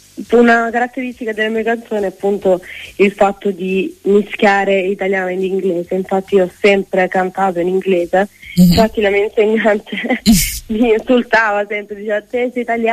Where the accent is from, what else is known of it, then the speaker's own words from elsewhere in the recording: Scorrano, Apulia, Italy; moved away as an adult; now in Rome, Italy; io sono di Scorrano, quindi sono salentina, provincia